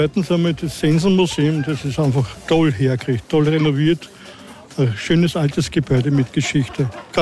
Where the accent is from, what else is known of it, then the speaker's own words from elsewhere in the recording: Rosenau am Hengstpass, Upper Austria, Austria; ich komme aus der Rosenau am Hengspass.